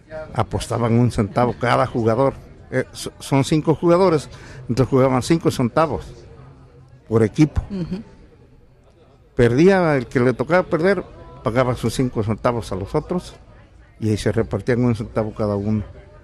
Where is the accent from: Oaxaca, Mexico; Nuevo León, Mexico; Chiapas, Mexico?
Oaxaca, Mexico; Magdalena Jaltepec; now in Fresno, United States; los primeros jugadores de mi pueblo, de Magdalena, Jaltepec, que llegaron aquí que emigraron aquí a California.